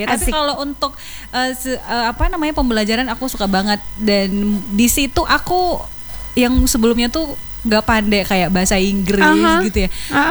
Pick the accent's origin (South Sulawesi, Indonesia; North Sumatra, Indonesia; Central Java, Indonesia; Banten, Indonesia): North Sumatra, Indonesia; Hibala; Zaman SMP itu di kampung aku, itu di SD Negeri 2, Kecamatan Hibala, Kabupaten Nia Selatan.